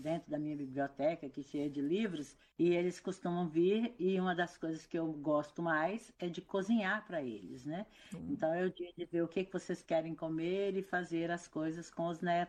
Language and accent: Portuguese; Minas Gerais, Brazil; Eu sou lá do interior de Minas Gerais, antiga, com esse cabelinho branco aqui. Nós não tínhamos livraria nem biblioteca pública na cidade